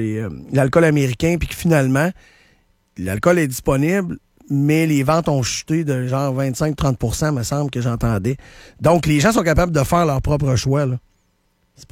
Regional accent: Canada; en tant que Canadien

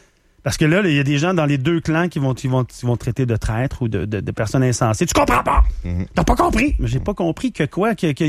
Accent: Quebec, Canada; moi, je suis Canadien, je suis Québécois, là.

